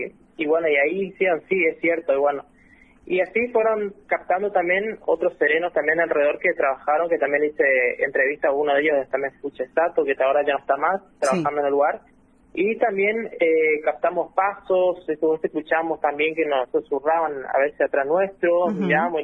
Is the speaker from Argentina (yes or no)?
yes; Oberá, Misiones, Argentina; now in Santo Tomé, Argentina; yo prácticamente vengo de Oberá, la provincia de Misiones, y cuando me vine acá por Santo Tomé, justamente estoy viviendo acá